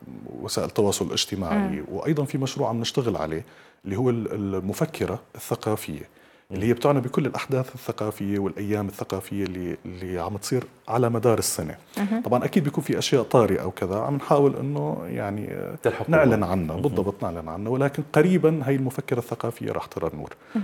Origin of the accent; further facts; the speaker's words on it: Syria; إحنا سوريين، فكسوريين